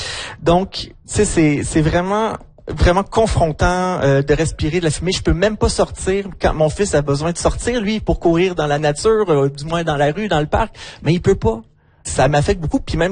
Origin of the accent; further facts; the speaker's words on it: Montreal, Quebec, Canada; also born or lived in Northwest Territories; now in Edmonton, Canada; Moi, je viens de Montréal. Ça fait une dizaine d'années que j'habite ici, à l'extérieur du Québec, donc dans les territoires du Nord-Ouest, puis par la suite à Edmonton.